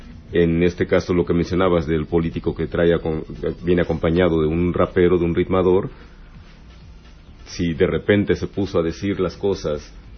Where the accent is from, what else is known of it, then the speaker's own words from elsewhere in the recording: Mexico; como pues somos mexicanos, hablamos español